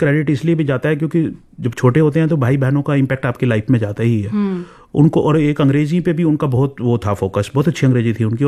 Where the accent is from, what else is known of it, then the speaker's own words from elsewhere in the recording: Delhi, India; मेरा जन्म तो दिल्ली में आनंद पर्वत जगह है वहाँ पर हुआ और मैं लेकिन मूल रूप से हिमाचल से बिलोंग करता हूँ और पढ़ाई भी जो है वो दिल्ली में ही